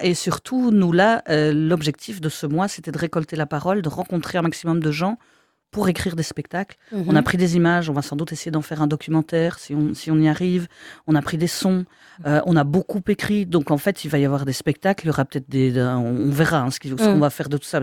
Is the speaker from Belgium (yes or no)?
yes; Wallonia, Belgium; on part de la province de Luxembourg, je fais des études à Louvain-la-Neuve, il faut que j'enlève mon accent.